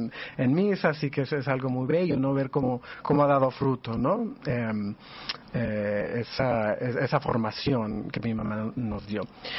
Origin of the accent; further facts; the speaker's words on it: Los Angeles, California, United States; crecí en Los Ángeles